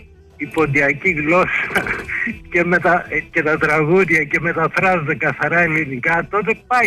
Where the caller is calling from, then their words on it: Asprovilo, Greece; από Ασπρόβιλο.